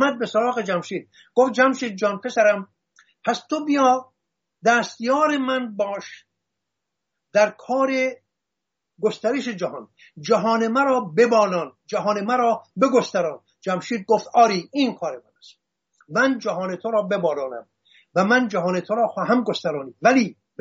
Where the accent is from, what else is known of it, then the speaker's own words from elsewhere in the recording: Hamadan, Iran; born there; در گنجنامه همدان زادگاه من